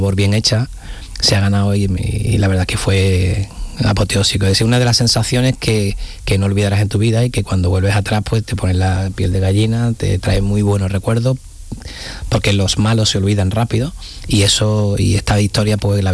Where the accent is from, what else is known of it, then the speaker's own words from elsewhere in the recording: Seville, Andalusia, Spain; yo que soy además de Sevilla, pues el estadio estaba lleno de muchos amigos